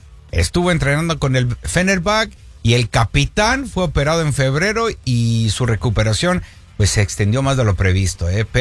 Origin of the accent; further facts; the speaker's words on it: Mexico; No, también nosotros, como mexicanos